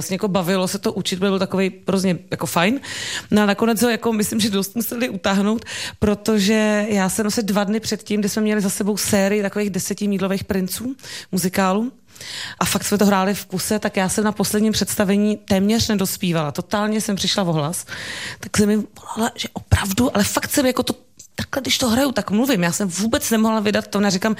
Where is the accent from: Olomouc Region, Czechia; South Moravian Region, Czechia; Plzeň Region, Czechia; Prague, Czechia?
Prague, Czechia; Tak logicky přirozeně já jsem byla z Prahy, měl ten pocit, že bych měla třeba sem jít nebo něco.